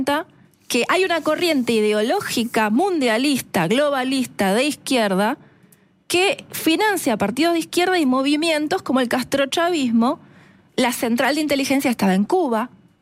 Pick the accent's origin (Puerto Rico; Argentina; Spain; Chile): Argentina